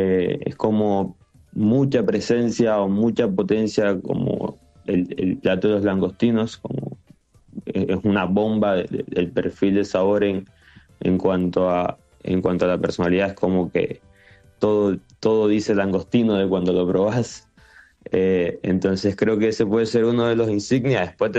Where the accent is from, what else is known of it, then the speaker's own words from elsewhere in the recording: Colombia; lo que más está de Colombia o lo que más está de donde vengo yo es sin duda el uso de las frutas.